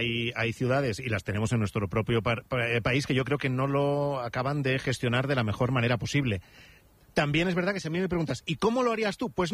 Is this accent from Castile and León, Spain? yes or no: no; Catalonia, Spain; luego hay que equilibrar la comodidad con que yo soy catalán